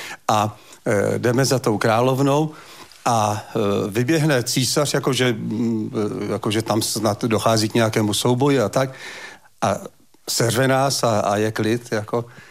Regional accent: Plzeň, Plzeň Region, Czechia; já jsem z Plzně a tam dlím, tam svůj život jako utrácím

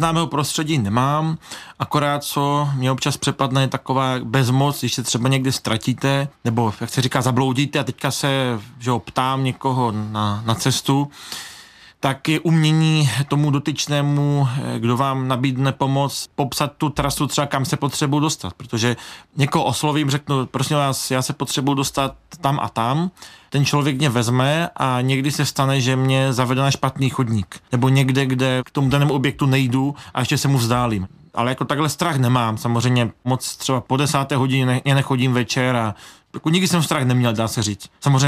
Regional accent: Kroměříž, Zlín Region, Czechia; moved away as an adult; now in Olomouc, Czech Republic; Přišel jsem z Hanáckých Aten a z nejkrásnějšího města na světě, což je Kroměříž.

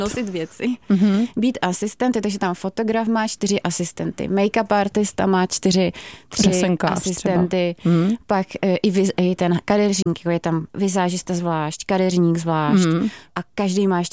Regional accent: Prague, Czechia; To bylo v Praze, já jsem z Prahy.

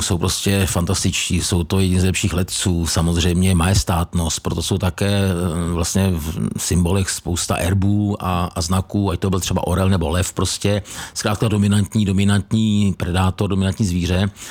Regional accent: Kladno, Central Bohemian Region, Czechia; Já jsem tady původem z Kladna

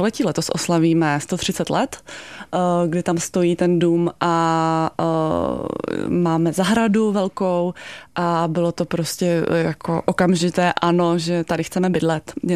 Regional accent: Prague, Czechia; Žiju celý život v Praze, narodila jsem se v Praze, ale začala jsem mít pocit, že už Praha pro mě není

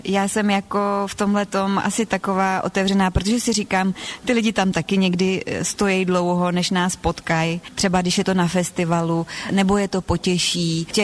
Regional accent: Bohemia, Czechia; A já, jak jsem zvyklá z Čech, že pumpy jsou na každém rohu s prominutím.

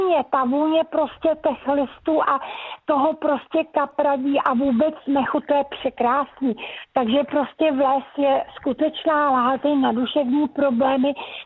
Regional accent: Zbiroh, Central Bohemian Region, Czechia; also born or lived in Plzeň; now in Neratovice, Czech Republic; já pocházím jako od Plzně. Narodila jsem se v Plzni a vyrostla jsem ve Zbyrohu, kde teda jsou překrásné lesy a skály

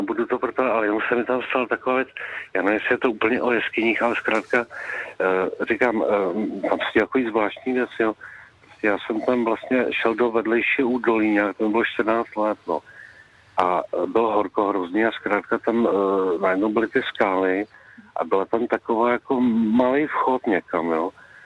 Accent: Moravia, Czechia; my jsme původně z Moravy, jako.

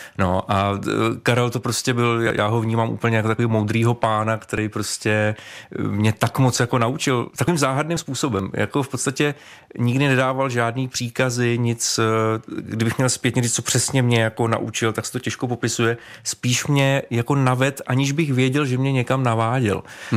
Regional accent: Hradec Králové, Hradec Králové Region, Czechia; já jsem z Hradce Králové, takže já

